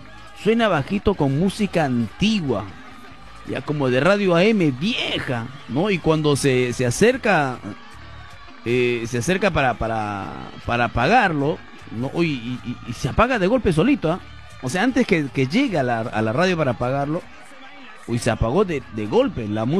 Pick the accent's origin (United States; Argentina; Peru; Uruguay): Peru; San Juan de Lurigancho, Lima; soy de San Juan del Lurigancho y me hice en La Colorada.